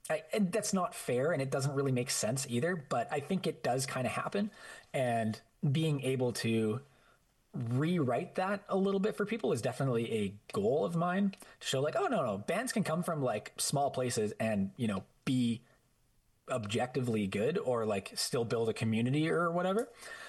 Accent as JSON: {"language": "English", "town": "Prince George", "region": "British Columbia", "country": "Canada", "moved": "yes", "lives_now": "Calgary, Canada", "said": "we're from Prince George"}